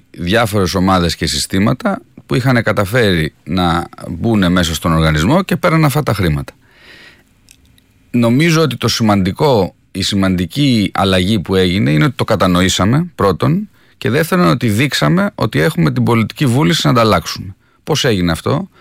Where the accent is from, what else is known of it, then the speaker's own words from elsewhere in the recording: Western Greece, Greece; την ιδιαίτερη πατρίδα μου, την εκλογική μου περιφέρεια, την Τολοκαρνανία